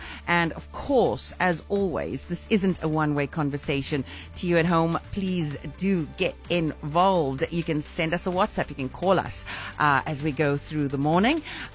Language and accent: English; Cape Town, Western Cape, South Africa; I've had the great privilege and honor of growing up in Cape Town.